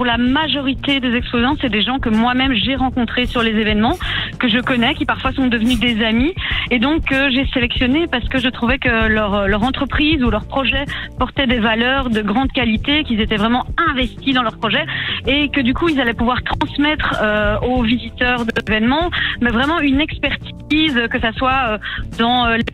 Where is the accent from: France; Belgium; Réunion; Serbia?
Belgium; Brussels, Brussels-Capital Region; en tant que bruxelloise